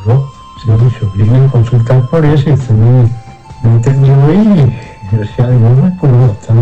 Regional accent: Melo, Cerro Largo, Uruguay; Soy aquí de Melo.

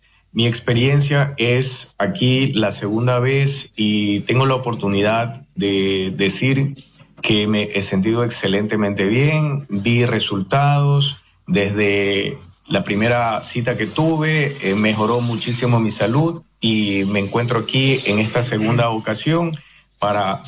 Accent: Guayaquil, Guayas, Ecuador; De acá de la ciudad de Guayaquil, los saludo

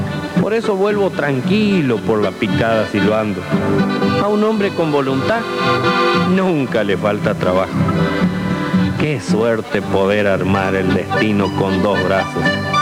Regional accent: Corrientes, Argentina; soy correntino

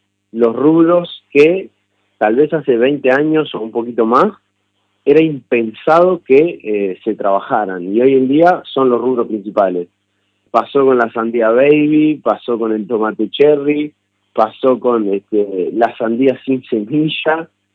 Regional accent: Uruguay; nosotros como uruguayos también somos bastante tradicionales

